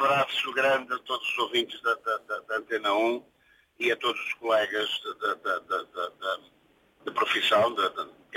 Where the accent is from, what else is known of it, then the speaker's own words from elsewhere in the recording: Braga, Portugal; Na mesma freguesia, que agora é uma vilazinha, na mesma vilazinha onde nasci, ali me mantenho. A empresa onde trabalho é da Póvoa de Lanhoso, também é pertinho.